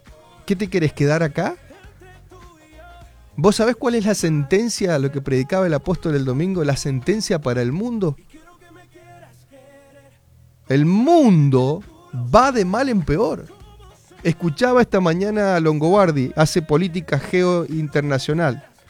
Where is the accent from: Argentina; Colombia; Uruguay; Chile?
Argentina